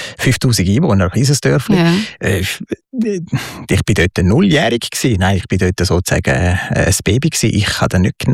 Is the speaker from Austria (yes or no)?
no; Italy; also born or lived in Uster, Switzerland; Und somit bin ich halt zwungenermaßen in Italien aufgewachsen.